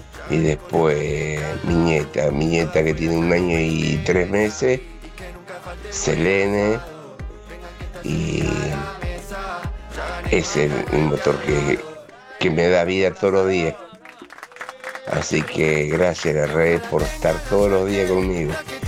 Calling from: Isidro Casanova, Buenos Aires Province, Argentina; Tengo 61 años.

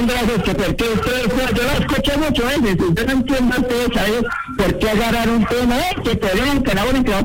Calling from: Dubai, United Arab Emirates; Sí, de Dubái.

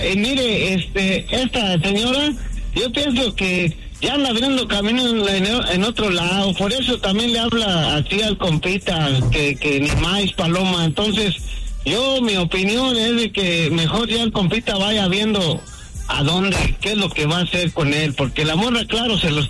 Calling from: Michoacán, Mexico; soy de Michoacán

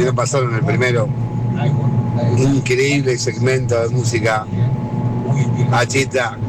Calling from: Muñiz, Buenos Aires Province, Argentina

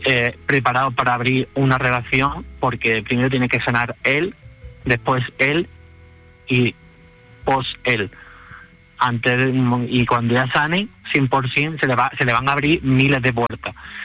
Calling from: Cabra, Andalusia, Spain; desde Cabra, Córdoba.

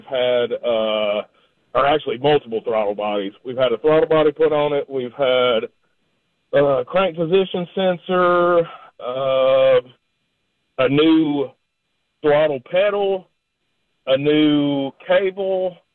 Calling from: Lebanon, Tennessee, United States; I'm from the Lebanon area.

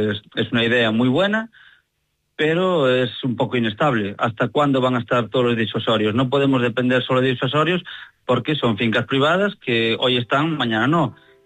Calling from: Vilagarcía de Arousa, Galicia, Spain

